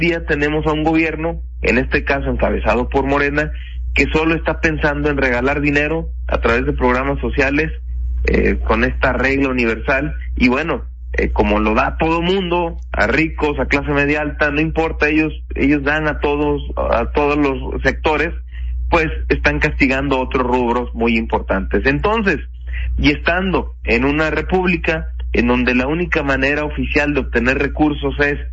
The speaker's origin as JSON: {"language": "Spanish", "region": "Coahuila", "country": "Mexico"}